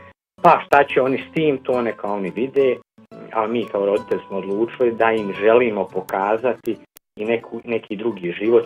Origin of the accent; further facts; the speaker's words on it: Bosnia & Herzegovina; born there; ja sam rođen ovdje, u Bosni i Hercegovini, znao sam nešto i u kulturi, naravno poznajem jezik